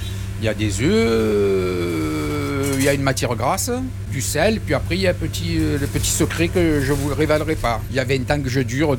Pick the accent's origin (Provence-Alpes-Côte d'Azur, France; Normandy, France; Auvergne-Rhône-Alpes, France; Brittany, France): Provence-Alpes-Côte d'Azur, France; Marseille; Oui, je suis né à l'Estac et je connais les kiosques depuis toujours.